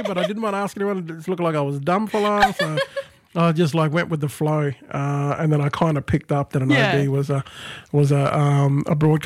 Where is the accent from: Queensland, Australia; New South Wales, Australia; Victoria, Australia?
Queensland, Australia; Toowoomba; I loved it anyway growing up in Toowoomba in terms of, so we had like Sherberg mob, Cunnamulla, Charleville, St. George.